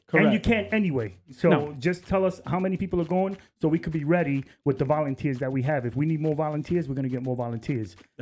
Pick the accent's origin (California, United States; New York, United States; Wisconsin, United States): New York, United States; New York City; I'm from Coney Island myself.